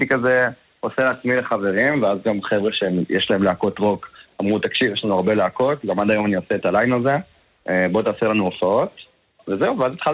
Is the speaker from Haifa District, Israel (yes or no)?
yes; Haifa, Haifa District, Israel; אבל אני בן 19, אני מהקריות, מקריית חיים.